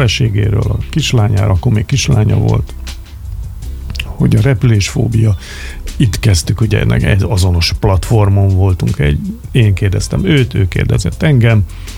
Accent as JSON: {"language": "Hungarian", "country": "Hungary", "said": "én magyar vagyok."}